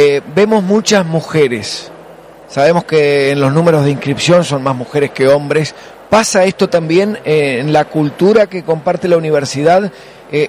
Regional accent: Santa Fe, Argentina; Y los que somos de Santa Fe también

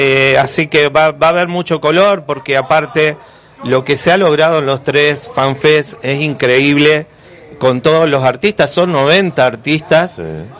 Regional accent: Santa Fe, Argentina; como santafesino y bueno, en representación de Santo Tomé

